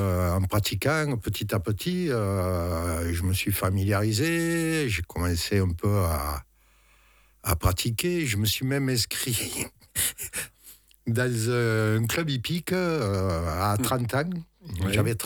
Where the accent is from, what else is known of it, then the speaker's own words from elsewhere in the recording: Saint-Gilles, Occitanie, France; je suis originaire de Saint-Gilles.